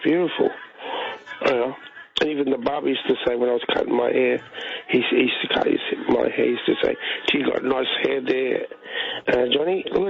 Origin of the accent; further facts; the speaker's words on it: Victoria, Australia; I remember a jingle growing up in Victoria in the late 60s.